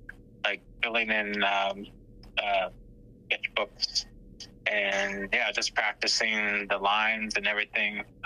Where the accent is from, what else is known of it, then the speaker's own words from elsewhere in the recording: Prince Edward Island, Canada; moved away as an adult; now in northern Canada; and actually I was adopted in the 70s. I grew up in Prince Edward Island, and then I moved back up north in 93